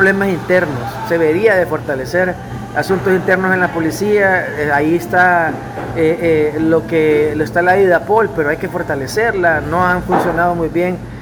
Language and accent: Spanish; Honduras; Como hondureño yo quiero que den resultados